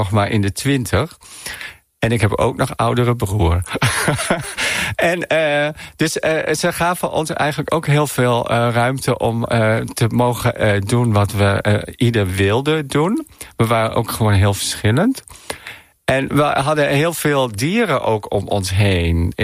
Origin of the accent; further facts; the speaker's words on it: Friesland, Netherlands; Ik ben opgegroeid op het Friese platteland. Mijn ouders hadden een hele grote boerderij. En wij hadden heel veel ruimte om overal te spelen. En dan, het was een heel klein dorpje in Friesland.